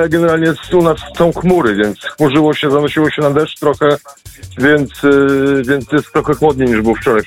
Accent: Gdynia, Pomeranian Voivodeship, Poland; moved away as an adult; now in Venlo, Netherlands; z Venlo, gdynianin rodowity.

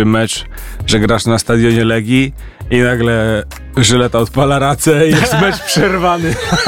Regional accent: Warsaw, Masovian Voivodeship, Poland; Ja jestem z Grochowa.

